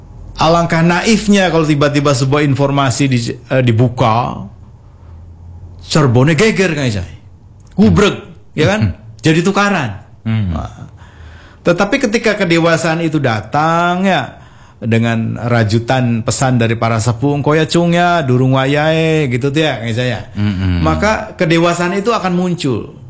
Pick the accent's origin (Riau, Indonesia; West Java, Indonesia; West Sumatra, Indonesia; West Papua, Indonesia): West Java, Indonesia; Apalagi di kampung saya di Mandalang itu kan banyak para mama ya, para elang, sepuh gitu.